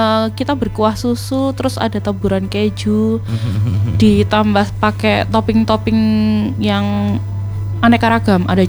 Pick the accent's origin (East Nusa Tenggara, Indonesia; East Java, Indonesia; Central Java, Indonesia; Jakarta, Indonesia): East Java, Indonesia; Malang; Enggak, saya dari Malang.